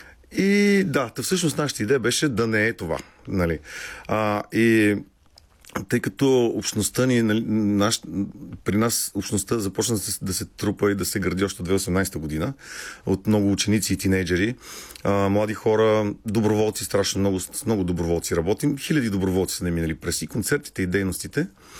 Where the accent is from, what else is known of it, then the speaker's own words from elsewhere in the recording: Dupnitsa, Kyustendil Province, Bulgaria; аз понеже съм от Дупница, на едно място в Дупница, което направихме едно време